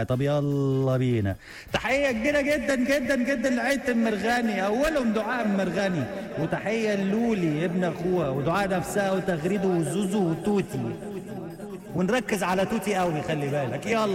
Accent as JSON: {"language": "Arabic", "region": "Beheira", "country": "Egypt", "said": "من البحيرة وعاوز اسمع … عم المجال كله."}